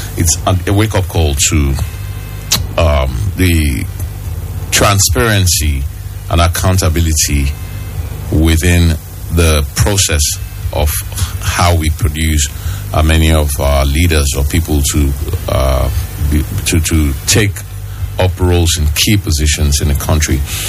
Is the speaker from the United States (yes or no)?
no; Nigeria; I'm Nigerian